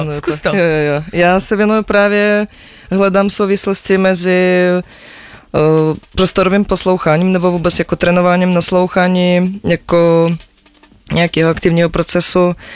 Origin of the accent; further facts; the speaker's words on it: Belarus; now in Czech Republic; jsem z Běloruska, bydlím v Čechách 12 let